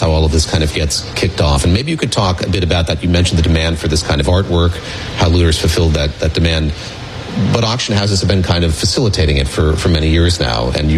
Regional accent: North Carolina, United States; I'm from North Carolina.

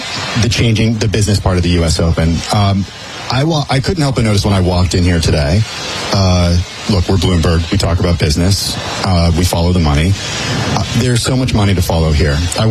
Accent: California, United States; This is something, as a Californian, you know, we had such an, I had such an advantage growing up

